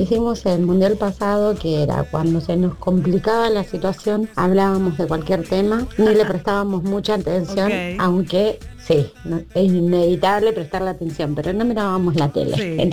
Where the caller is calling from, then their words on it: Lomas del Mirador, Buenos Aires Province, Argentina; Hola, Radio Disney … de Lo Más Mirador.